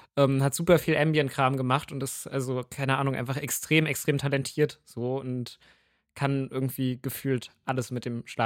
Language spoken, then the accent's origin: German; Northern Germany, Germany; Weil ich bin auch Norddeutscher, muss man dazu ja wissen.